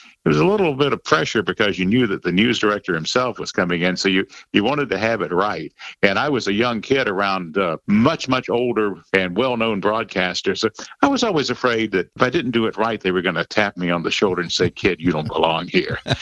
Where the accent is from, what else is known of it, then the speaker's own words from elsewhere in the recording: Durham, North Carolina, United States; Yes, I'm originally from Durham. So I've never really strayed very far from home, just all in the Triangle, Raleigh-Durham area of North Carolina.